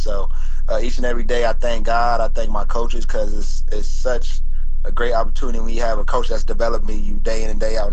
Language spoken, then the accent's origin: English; New Jersey, United States; so that was our family growing up in Jersey.